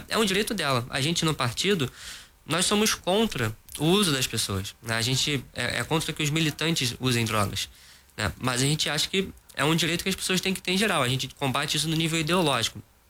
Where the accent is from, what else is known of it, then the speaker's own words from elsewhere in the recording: Brazil; Eu morei minha vida inteira na Zona Oeste